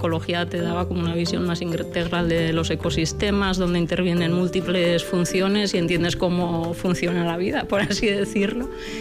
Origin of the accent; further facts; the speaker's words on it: Lesaca, Navarre, Spain; born there; also born or lived in Pamplona; de Lesaca como de Navarra, soy navarra. Además, yo nací en Pamplona, de hecho, hasta los 8 años viví en Pamplona y luego vine a Lesaca.